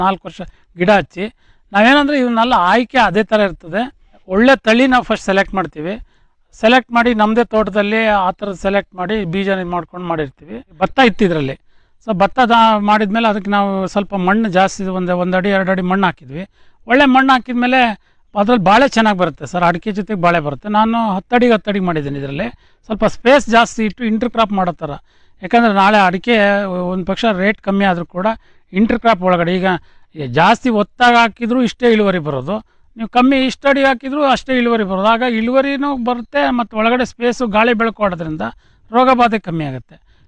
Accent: Mungrolli, Karnataka, India; ನಾನು ಇಲ್ಲಿ ಸಾಗರ್ ತಾಲೂಕಿನವನು, ಮುಂಗ್ರೋಳ್ಳಿ ಅಂತ.

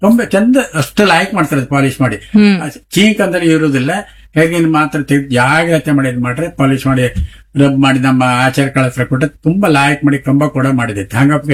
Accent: Karnataka, India

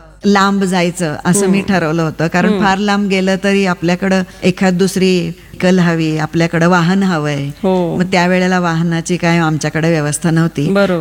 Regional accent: Wathar, Maharashtra, India; आणि वाठार म्हणून साताऱ्याच्या इथं आमचं एक गाव आहे

